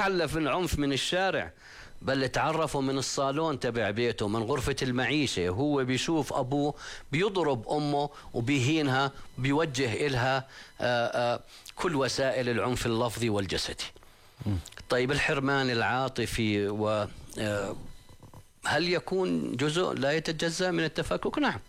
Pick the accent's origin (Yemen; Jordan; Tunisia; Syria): Jordan; إحنا كمجتمع أردني